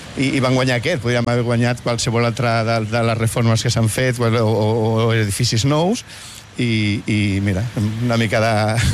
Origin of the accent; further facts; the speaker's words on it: Barcelona, Catalonia, Spain; Jo vaig néixer aquí, aquí al barri, aquí al carrer. Jo jugava de petit aquí a Via Favència, quan era només terra i res més.